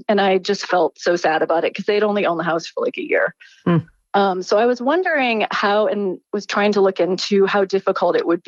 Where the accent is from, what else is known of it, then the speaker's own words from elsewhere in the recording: Ann Arbor, Michigan, United States; I'm from Ann Arbor, Michigan.